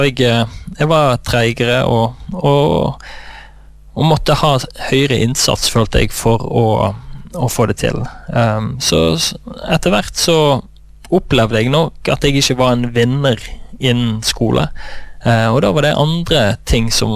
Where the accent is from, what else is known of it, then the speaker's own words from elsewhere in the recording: Oslo, Norway; born there; also born or lived in Indonesia / Singapore; jeg ble født i Oslo, og så valgte foreldrene mine å bli misjonærer, så de reiste ut til Indonesia. Og da hadde jeg første delen av barndommen min i Indonesia og Singapore.